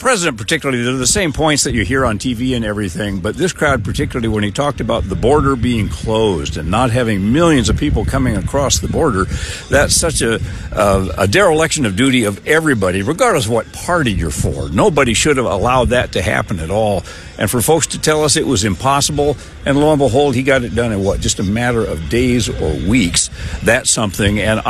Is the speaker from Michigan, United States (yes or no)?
no; Lincoln, Nebraska, United States; I'm from Lincoln